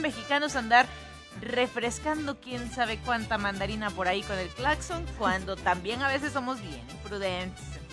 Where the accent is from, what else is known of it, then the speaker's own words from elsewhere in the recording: Mexico; Y en este mes somos más mexicanos que nunca.